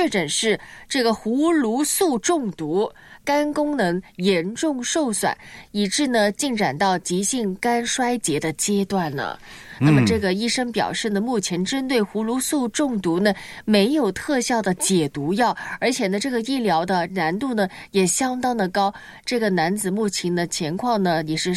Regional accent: Guangdong, China; 我们广东人不是很喜欢饮茶吗？

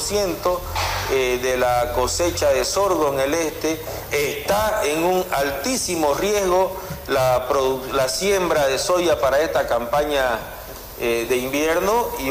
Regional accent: Bolivia; somos los bolivianos

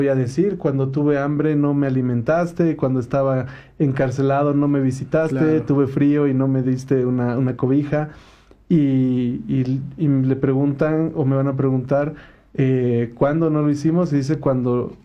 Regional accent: Bolivia; Yo creo que aquí en Bolivia Dios se nos manifiesta como boliviano

